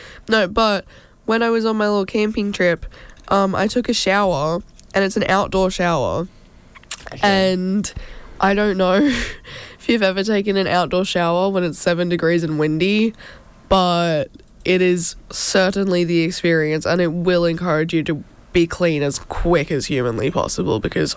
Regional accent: Gold Coast, Queensland, Australia; And I grew up on the Gold Coast.

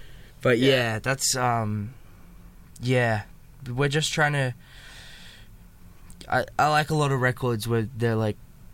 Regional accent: Australia; We are Australian.

